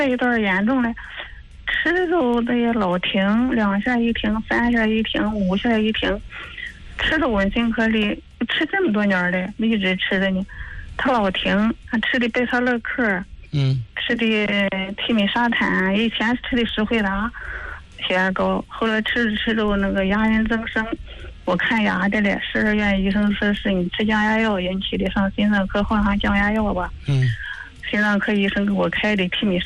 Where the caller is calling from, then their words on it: Shijiazhuang, Hebei, China; 我是石家庄的。